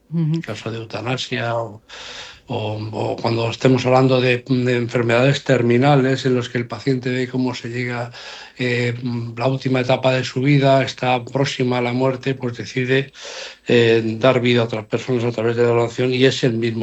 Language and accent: Spanish; Spain; somos todos los españoles.